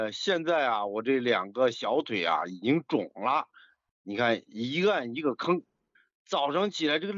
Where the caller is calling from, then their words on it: Hebei, China; 我是河北的一个听众。